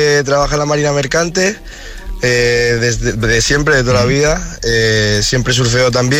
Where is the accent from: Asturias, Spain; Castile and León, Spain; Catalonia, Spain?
Asturias, Spain; Gijón; Bueno, yo, Aitana, tengo que corregirte, soy de Gijón, no de Ribadesella